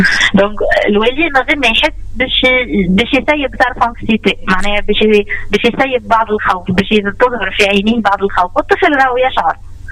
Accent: Tunisia; لهجتنا التونسيه ياسر تخوف

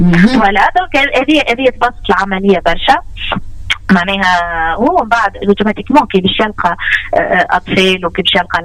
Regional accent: Tunisia; لهجتنا التونسيه ياسر تخوف

